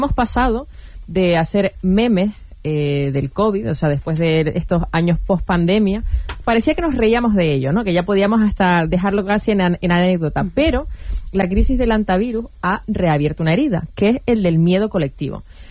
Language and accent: Spanish; Canary Islands, Spain; ¿Somos insolidarios los canarios, Marta?